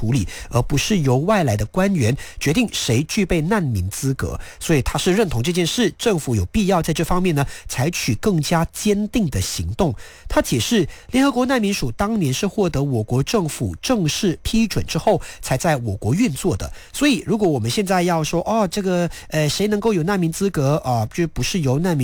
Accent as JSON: {"language": "Chinese", "country": "Malaysia", "said": "我们马来西亚人"}